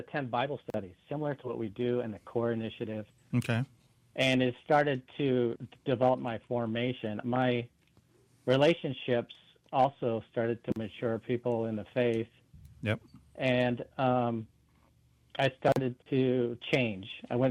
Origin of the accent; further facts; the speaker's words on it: Alaska, United States; born there; now in Washington, United States; I grew up in Alaska and in my youth, and moved to Washington with my parents to get to know my grandparents a little bit.